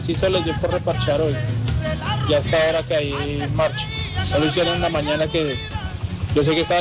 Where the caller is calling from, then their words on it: Colombia; Pero como buen colombiano hacemos las cosas al revés.